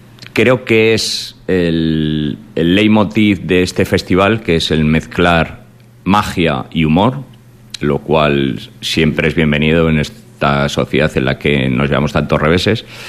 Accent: Ejea de los Caballeros, Aragon, Spain; yo soy de Egea, es que cualquier cosa, cualquier actividad, por pequeñita que sea, por simple que parezca, la implicación de todas las personas que viven o que están en ese momento en Orés, participan.

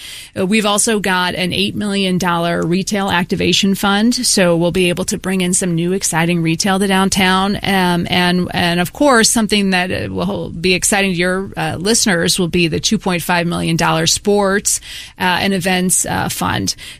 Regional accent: St. Louis, Missouri, United States; Well, I was born in South St. Louis City, raised primarily in the unincorporated St. Louis County area. So I went to Parkway Schools.

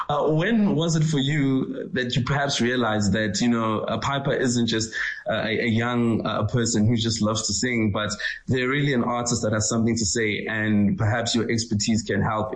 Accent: Durban, KwaZulu-Natal, South Africa; now in Johannesburg, South Africa; I'm also from Durban, I now live in Joburg, but Durban is where I'm from.

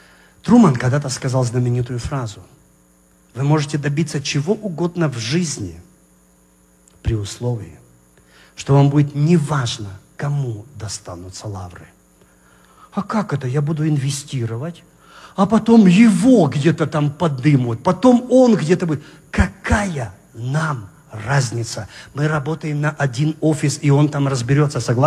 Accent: Kazakhstan; born there; Я родился в Казахстане, в маленькой деревне.

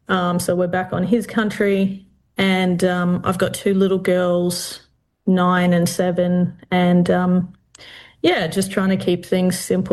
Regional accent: Western Australia, Australia; I'm a Jaru woman from the Kimberley area of WA with family connections to Balgo, Horse Creek, Wyndham. I grew up in the Kimberley in lots of little towns and remote communities that really shaped how I saw the world.

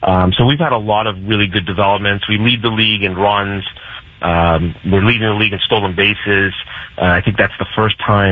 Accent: Toronto, Ontario, Canada; just because they're Canada's team, and I'm originally from Toronto, and I like to see the development of baseball in Canada through them.

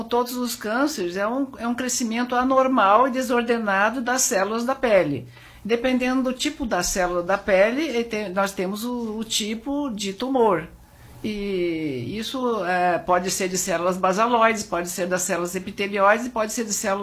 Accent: Curitiba, Paraná, Brazil; moved away as an adult; now in São Paulo, Brazil; Eu comecei em Curitiba, eu sou de Curitiba.

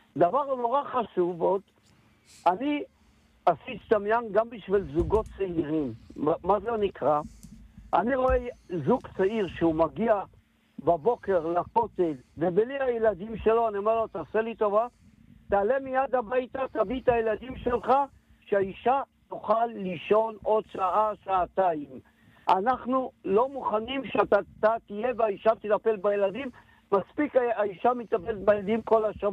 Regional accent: Jerusalem, Jerusalem District, Israel; born there; פרסה מלחמת ששת הימים, וישבנו במקלט בזכרון משה.

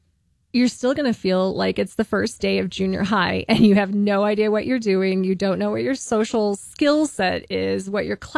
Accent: Belen, New Mexico, United States; I'm actually from Belen, New Mexico, and I was born in the Belen General Hospital, which is a building that still stands

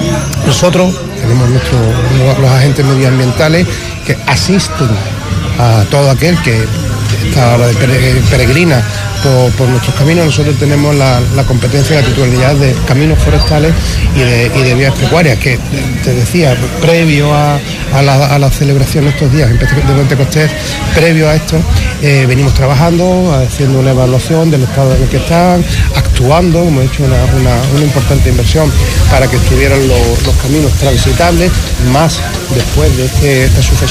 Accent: Huelva, Andalusia, Spain; also born or lived in Madrid / Aroche; Y yo tener esa sangre serrana, esa sangre arochena, lo llevo muy, muy, muy, muy a gala. Pero criado, bueno, fuera de Huelva hasta los 6 años en Madrid. Y después en Huelva capital, pero con crianza en nuestra querida sierra, nuestra hermosa sierra, nuestra preciosa sierra.

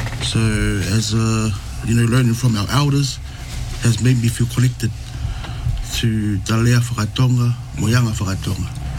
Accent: New Zealand; Growing up, as for me, growing up in New Zealand, we are surrounded with so many different cultures and influences

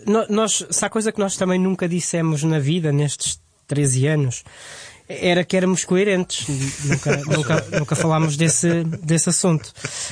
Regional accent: Carregal do Sal, Centro, Portugal; moved away; Eu sou de Carregal do Sal, que é distrito de Viseu.

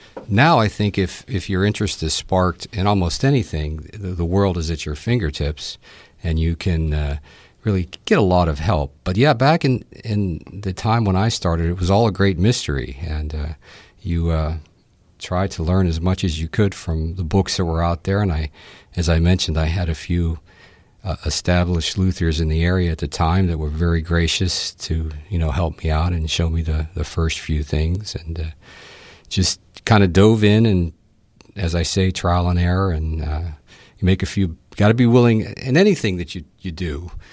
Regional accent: Homestead, Pennsylvania, United States; now in Forest Hills, United States; I grew up in Homestead, West Homestead, actually, and now I live in the East Pittsburgh area, Forest Hills.

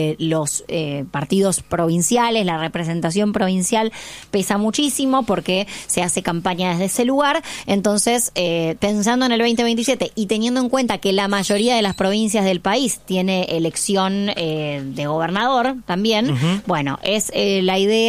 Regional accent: Argentina; siendo argentino

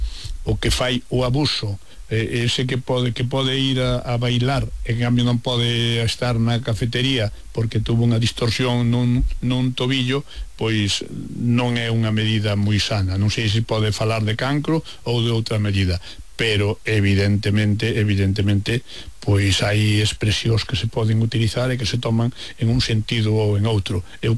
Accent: Sober, Galicia, Spain; born there; now in Vigo, Spain; Mire, eu nacín en Vigo, pero nacín en Sober.

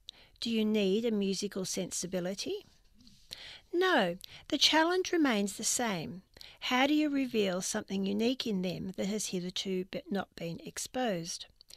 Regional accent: New Zealand; Growing up in New Zealand, we had 2 pictures on our mantle, the Pope

